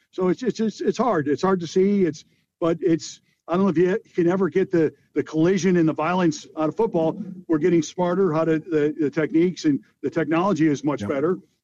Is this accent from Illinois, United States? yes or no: yes; Chicago, Illinois, United States; I really didn't know much about, the Eagles growing up in Chicago, NFC Central. I was growing up as a Bears fan.